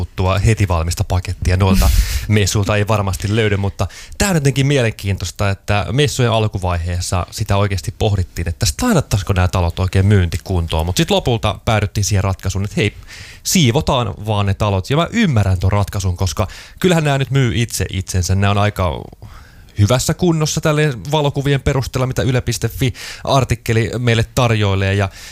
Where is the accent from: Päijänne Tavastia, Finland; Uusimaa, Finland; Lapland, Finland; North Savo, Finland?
Päijänne Tavastia, Finland; Hollola; kyllä mä muistan tuolla Hollolassa lapsuuden viettäneenä, että meidän kotikulmilla sattui olemaan aika monta tämmöistä autiotaloa